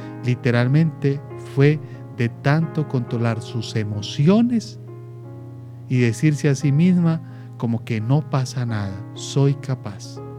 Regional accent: Bello, Antioquia, Colombia; born there; now in Envigado, Colombia; Soy de Bello, de un lugar que se llama Pacheli, nací allí, ahora estoy viviendo en Envigado.

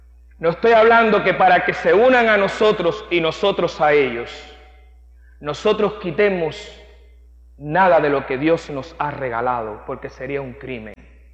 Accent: Cuba; Yo soy muy cubano, sé que somos mucho ritmo, los caribeños.

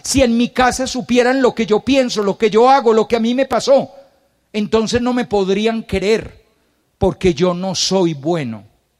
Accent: Antioquia, Colombia; somos paisas

